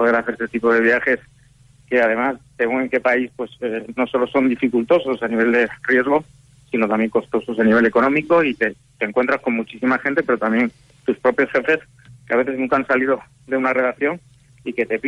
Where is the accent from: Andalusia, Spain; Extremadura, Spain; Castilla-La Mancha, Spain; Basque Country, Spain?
Extremadura, Spain; Don Benito; born there; Yo nací en España, en Badajoz, Don Benito, en Extremadura, en el sur de España.